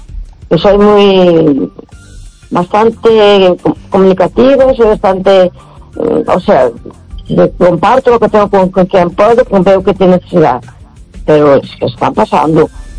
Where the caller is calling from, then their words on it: A Coruña, Galicia, Spain; de Coruña.